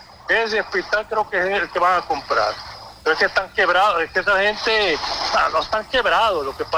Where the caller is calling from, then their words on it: San Pedro Sula, Cortés, Honduras; Hablo de San Pedro Sula.